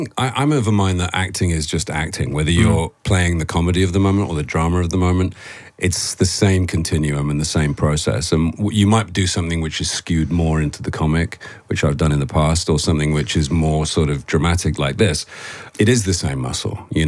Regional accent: United Kingdom; which is easy as a Brit, isn't it?

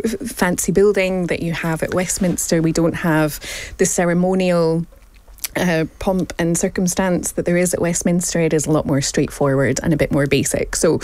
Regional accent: Sydney, New South Wales, Australia; moved away; I say that as somebody who grew up in Sydney and whose Scottish grandmother sent kilts to be worn in 30 degree heat

